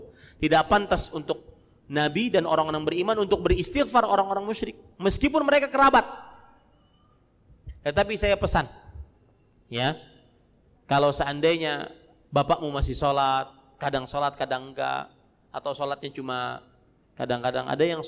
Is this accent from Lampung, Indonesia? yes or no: no; Banjarmasin, South Kalimantan, Indonesia; saya pulang dari dakwah di bandara di kota saya di Banjarmasin Kalimantan Selatan